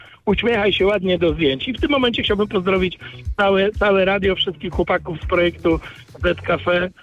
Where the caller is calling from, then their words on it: Kalisz, Greater Poland Voivodeship, Poland; z Kalisza.